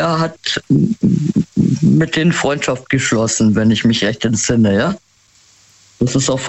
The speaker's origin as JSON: {"language": "German", "town": "Munich", "region": "Bavaria", "country": "Germany", "said": "X-mal, weil ich komme aus München, ja."}